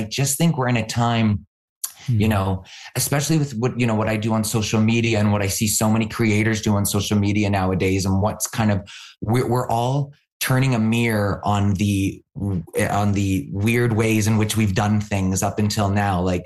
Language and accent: English; Canada; And as a Canadian, you know how excited we get when we find out that someone's Canadian.